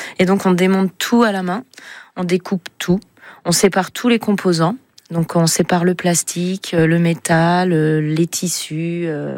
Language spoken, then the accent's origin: French; France; Moi, je suis française. On est à côté de Chamonix.